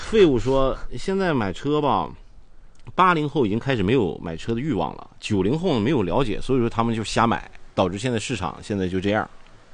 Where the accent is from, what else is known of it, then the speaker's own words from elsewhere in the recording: Jinan, Shandong, China; 我济南老家，但是济南嘛，我有一年我夏天去，太热。